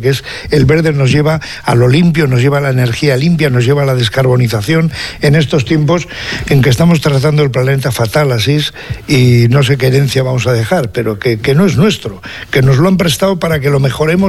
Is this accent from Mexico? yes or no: no; Bilbao, Basque Country, Spain; yo soy aquí, de Bilbao